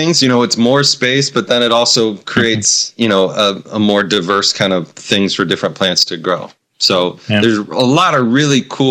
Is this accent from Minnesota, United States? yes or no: no; Spokane, Washington, United States; born there; now in Bellingham, United States; I was born in Spokane, where a lot of the fires are.